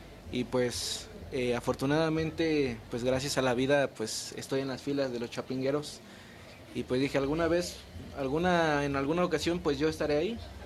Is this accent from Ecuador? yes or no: no; Texcoco, State of Mexico, Mexico; Yo también soy de aquí de Texcoco